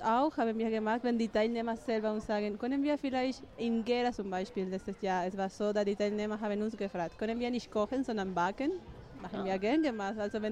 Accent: Spain; German is a second language; now in Germany; Ich komme aus Spanien.

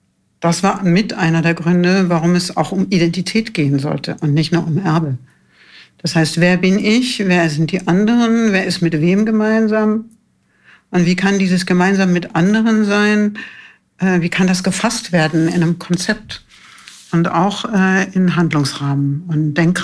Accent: West Germany, Germany; ich als Wessi in Ostberlin

